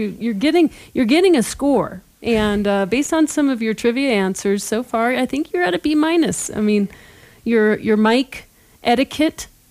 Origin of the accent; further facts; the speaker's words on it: Boulder, Colorado, United States; moved away as an adult; also born or lived in Newport, Rhode Island; I am a Colorado native. Let that be known. I'm very proud of that. I grew up in Boulder back in the day when Boulder was Boulder, little tiny town of Boulder. Went to Boulder High, went to University of Colorado